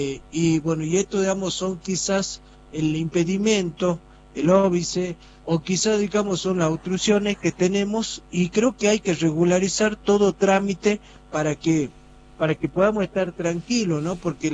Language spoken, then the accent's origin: Spanish; Bolivia; mi esposo es argentino, mi hijo es argentino, doctor, bueno, pero yo soy de Bolivia